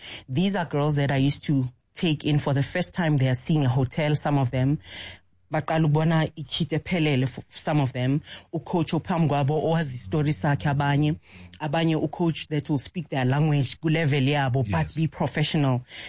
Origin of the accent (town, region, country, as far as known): Alexandra, Gauteng, South Africa; born or raised there